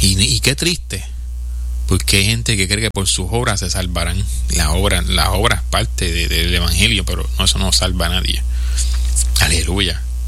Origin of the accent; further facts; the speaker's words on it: Puerto Rico; Predicando la moral en calzoncillos, vulgarmente, como dicen en mi país, Puerto Rico.